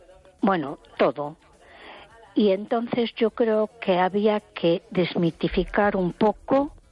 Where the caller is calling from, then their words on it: A Coruña, Galicia, Spain; de Coruña.